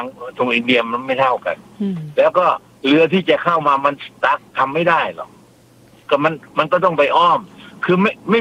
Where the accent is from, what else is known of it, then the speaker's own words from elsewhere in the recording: Southern Thailand, Thailand; ผมเนี่ยเป็นคนใต้คนตะลง